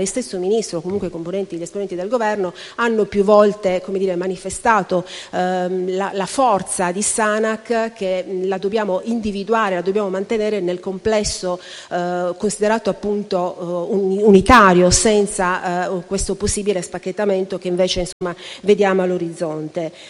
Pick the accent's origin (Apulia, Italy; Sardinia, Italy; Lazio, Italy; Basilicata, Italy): Sardinia, Italy; Assemini; Io sono di Assemini